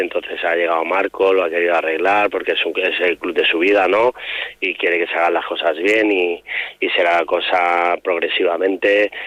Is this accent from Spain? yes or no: yes; Calvià, Balearic Islands, Spain; somos del mismo barrio, somos de Sonferrer, de Calviá